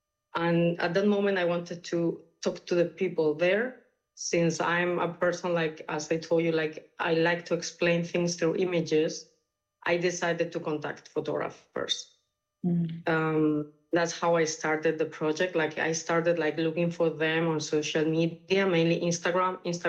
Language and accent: English; Sudan; it's not that I'm not only from Sudan, so maybe I don't understand or I was not there.